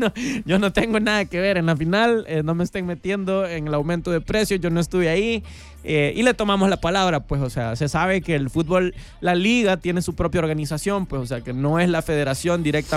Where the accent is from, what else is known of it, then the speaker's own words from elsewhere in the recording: San Miguel, El Salvador; y eso lo digo yo como migueleño, o sea, yo aquí no me voy a poner de imparcial, yo soy de la isla, soy de San Miguel